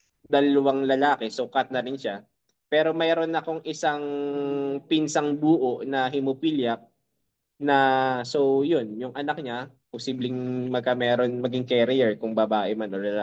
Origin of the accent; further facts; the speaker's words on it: Mimaropa, Philippines; Pero ako sinacrifice ko yon at umuwi talaga ako ng Mindoro. Dito talaga ako nag-focus.